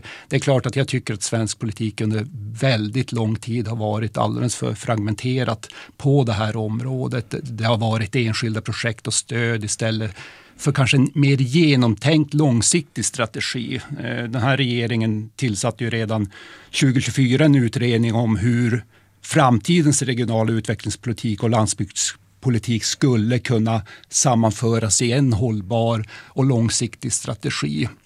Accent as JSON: {"language": "Swedish", "region": "Norrbotten County", "country": "Sweden", "tie": "born or raised there", "said": "jag är ju från Norrbotten, uppvuxen i Norrbotten, bosatt i Norrbotten och lever ju där."}